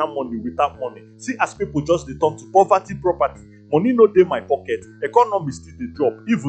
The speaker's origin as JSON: {"language": "English", "town": "Umuesere", "region": "Abia", "country": "Nigeria", "said": "I introduce myself. … I'm from Umuesere, Amabo, Okokitim, in Abia State."}